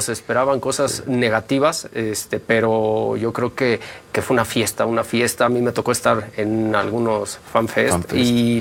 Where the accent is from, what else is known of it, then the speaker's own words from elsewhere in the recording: Mexico; No. Seguimos siendo mexicanos.